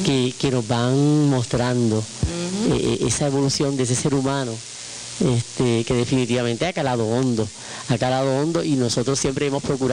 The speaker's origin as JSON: {"language": "Spanish", "town": "San Germán", "country": "Puerto Rico", "said": "nosotros como puertorriqueños y como sanjermeños"}